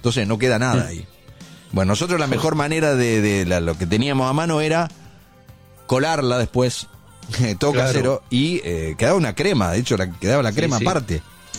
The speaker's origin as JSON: {"language": "Spanish", "town": "Chilecito", "region": "La Rioja", "country": "Argentina", "tie": "born there", "said": "de La Rioja, de Chilecito."}